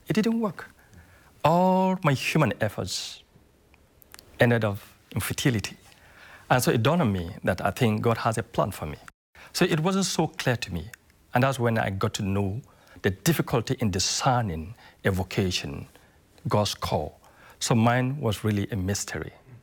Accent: Kaduna State, Nigeria; I schooled there, and also it's in my state

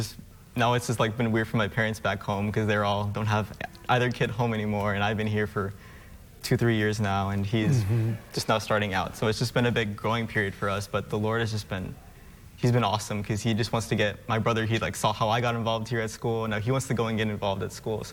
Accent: McAllen, Texas, United States; moved away as an adult; now in San Antonio, United States; So I was born and raised in McAllen

